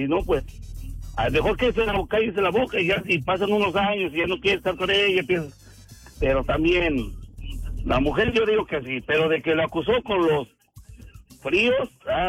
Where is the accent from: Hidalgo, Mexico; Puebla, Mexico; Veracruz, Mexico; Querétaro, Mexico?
Hidalgo, Mexico; este mes es en la feria del pueblo. Sí. Allá donde soy yo de Hidalgo.